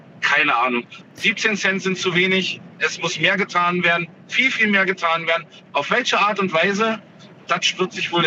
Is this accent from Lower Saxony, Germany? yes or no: no; Gerbstedt, Saxony-Anhalt, Germany